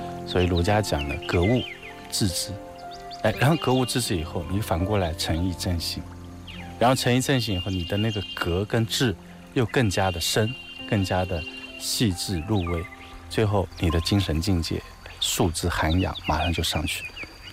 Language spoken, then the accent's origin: Chinese; China